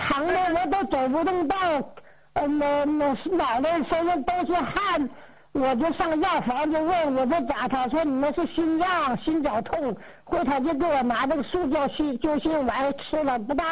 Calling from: Changchun, Jilin, China; 我是长春的。

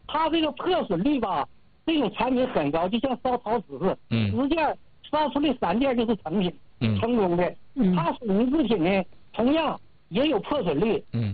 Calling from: Liaoyuan, Jilin, China; 我是东风县的

